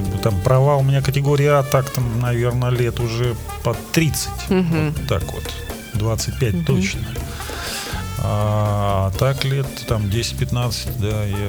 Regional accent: Russia

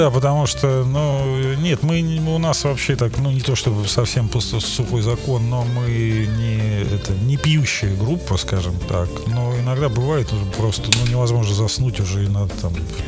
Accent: Russia

